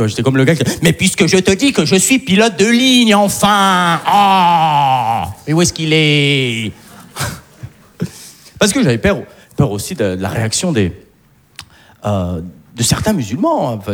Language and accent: French; Algeria; Et je le dis d'ailleurs allègrement que je suis algérien